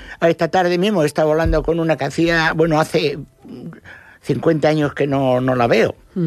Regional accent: Fuenlabrada, Castilla-La Mancha, Spain; born there; imagínate, yo nací en Fuenlabrada de la provincia de Albacete.

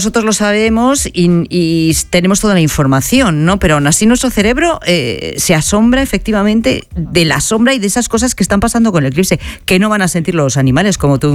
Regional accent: Castile and León, Spain; En mi pueblo se va a ver un poquito. En la provincia de Zamora pilla un poquito

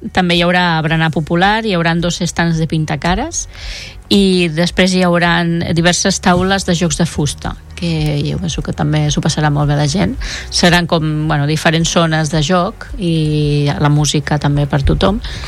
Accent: Vilafant, Catalonia, Spain; és tradició ja al nostre poble, no?

